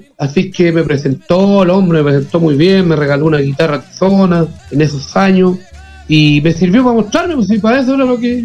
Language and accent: Spanish; Monte Águila, Biobío, Chile; Y yo le dije, oiga, es que yo soy de Monte Águila, soy del campo, y voy a donde Enrique Maluenda.